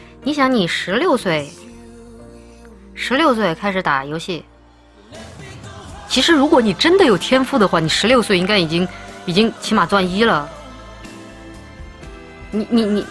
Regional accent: Chongqing, China; moved away; 我老家是重庆的嘛，全是山，我们那儿不骑自行车

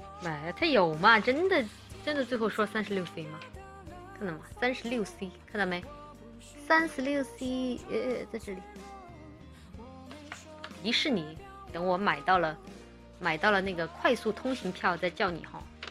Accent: Chongqing, China; 还有我们重庆那边就是谈恋爱叫刷朋友，以及就不像你们那个北方说叫处对象之类的

